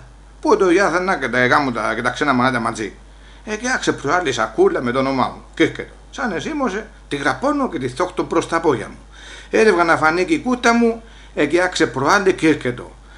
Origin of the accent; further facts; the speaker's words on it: Olympos, South Aegean, Greece; έχω και εγώ λόγο να πω γιατί να είμαι από την Όλυμπο της Καρπάθου